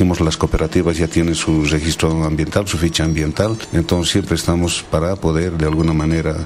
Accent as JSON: {"language": "Spanish", "country": "Bolivia", "said": "Nosotros también somos bolivianos, ¿no?"}